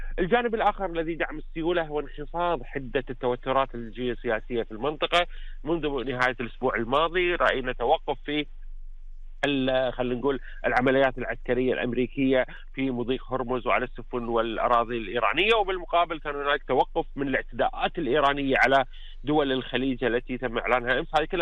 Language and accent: Arabic; Kuwait